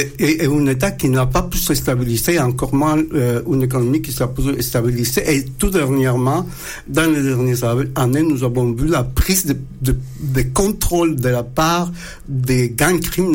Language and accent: French; Nicaragua; moved away; celui du Nicaragua, mon pays d'origine.